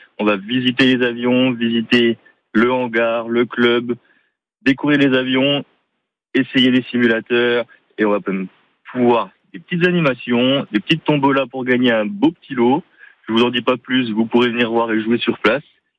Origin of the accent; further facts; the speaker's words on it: Saône, Bourgogne-Franche-Comté, France; Je suis originaire de Besançon, plus exactement de Saône.